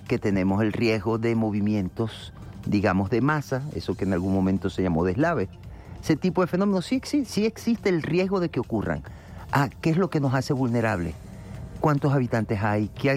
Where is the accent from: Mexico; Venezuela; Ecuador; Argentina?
Venezuela; a todos nosotros y nosotras como venezolanos dentro de nuestra psique, desde nuestras emociones.